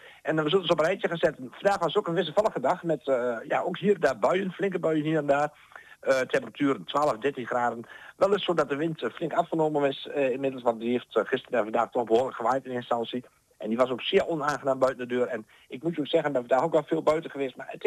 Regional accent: Overijssel, Netherlands; moved away; Ik kom van oorsprong uit Twente

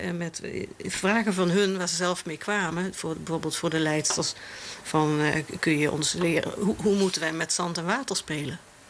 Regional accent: Netherlands; Ik kom uit Nederland.

